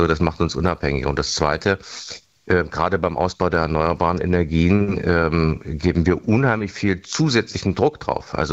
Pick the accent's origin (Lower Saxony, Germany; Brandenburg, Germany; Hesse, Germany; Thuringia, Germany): Thuringia, Germany; Erfurt; Entsiegelung von Flächen in Erfurt, meiner Heimat.